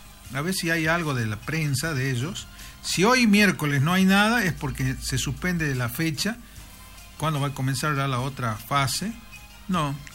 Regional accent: Argentine interior, Argentina; somos del interior

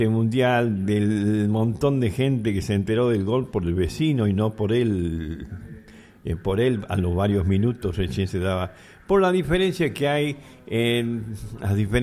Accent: Argentina; porque somos argentinos

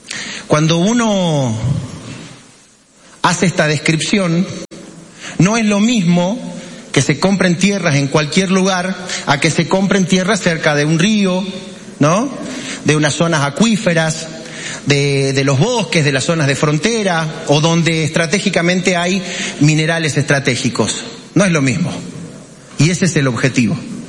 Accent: Argentina; yo que soy argentino

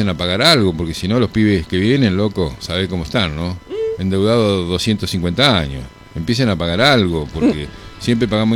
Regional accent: Argentina; somos Argentina

